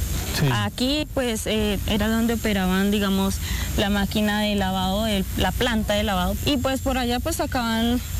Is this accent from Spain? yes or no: no; Coscuez, Boyacá, Colombia; also born or lived in Chiquinquirá; Yo nací en Chiquinquirá, pero fui criada como tal aquí en Coscuez, en el campo más que todo.